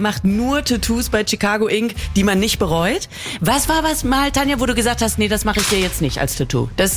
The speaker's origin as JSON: {"language": "German", "town": "Lemgo", "region": "North Rhine-Westphalia", "country": "Germany", "said": "ich komme aus Lemgo"}